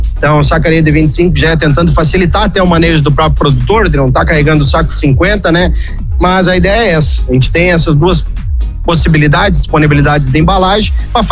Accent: Lages, Santa Catarina, Brazil; moved away as an adult; now in Rio do Sul, Brazil; eu sou natural de Lages, mas já trabalho aqui no Alto Vale fazem 3 anos e meio. Então moro em Rio do Sul

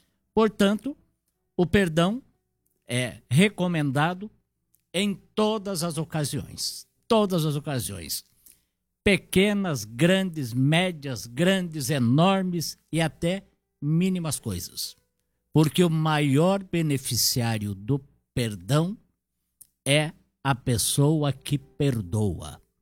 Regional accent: Brazil; para nós, brasileiros

